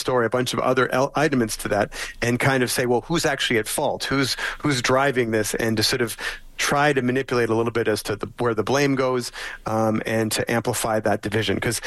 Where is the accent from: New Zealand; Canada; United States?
Canada; Saskatchewan; I'm from Saskatchewan, I understand. I'm based in Saskatchewan.